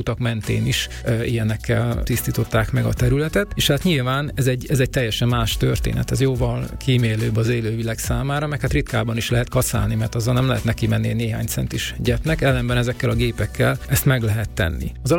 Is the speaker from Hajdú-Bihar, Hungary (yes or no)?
yes; Debrecen, Hajdú-Bihar, Hungary; Én Debrecen egyik lakótelepén nőttem fel